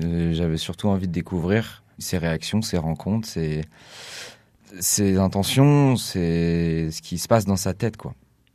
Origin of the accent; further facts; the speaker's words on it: Laval, Pays de la Loire, France; parce que je suis de Laval de base.